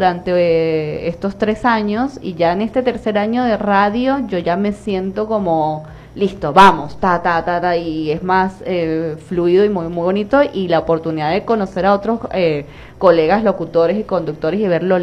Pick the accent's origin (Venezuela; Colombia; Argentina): Venezuela; accent: Venezuelan; Porque viste que nuestro acento, el acento venezolano, es muy atractivo.